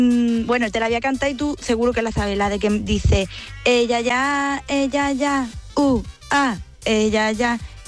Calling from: Ubrique, Andalusia, Spain; desde Ubrique.

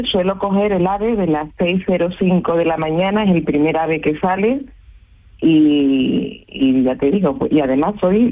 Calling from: Seville, Andalusia, Spain; hoy sí me pillas en Sevilla. Hoy estoy en casa y trabajando ya

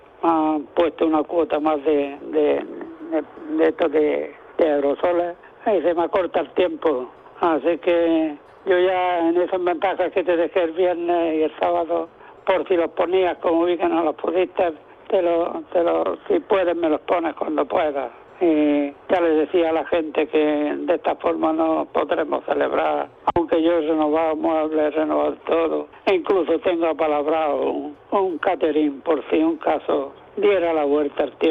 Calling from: Almuñécar, Andalusia, Spain; de Almuñécar

